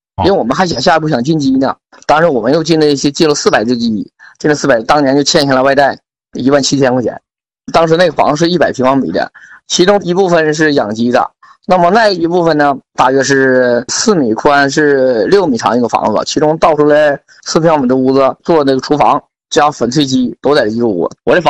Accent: Yushu, Jilin, China; 我说我的家乡是吉林省榆树市大坡镇的，我们那个地方本身就是大坡古城，是辽金时代一个小城市。因为我这个生在农村长在农村哈

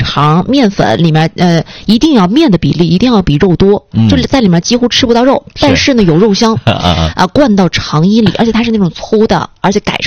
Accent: Tonghua, Jilin, China; born there; moved away; 你看我回通化的时候，我们通化那边水煮串里面不是会涮面吗？

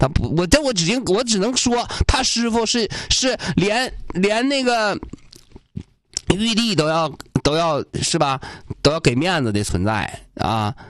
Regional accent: Jilin, China; 我作为吉林人，

